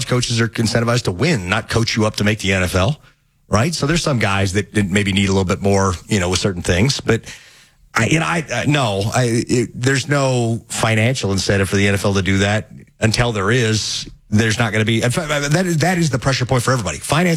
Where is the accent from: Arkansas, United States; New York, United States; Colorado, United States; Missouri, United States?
Arkansas, United States; I come from Arkansas.